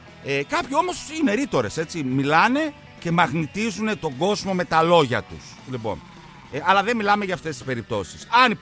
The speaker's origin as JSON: {"language": "Greek", "country": "Greece"}